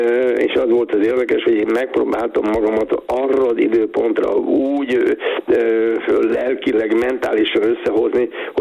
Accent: Hungary; ezt mi magyarok vagyunk, Magyarországra jöttünk

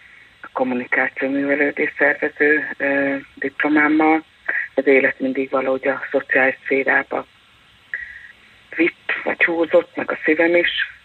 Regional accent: Tiszavasvári, Szabolcs-Szatmár-Bereg, Hungary; Hát Nyíregyházban teljes mértékben igen, helyi vagyok. Igen, itt nőttem fel, Tiszavasváriban.

